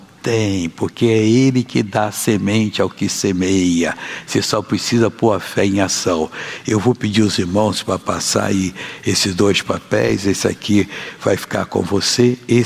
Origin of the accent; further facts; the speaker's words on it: Brazil; moved away; Tempo de inverno, lá na minha terra, é frio, é perto da Serra do Cafaraó.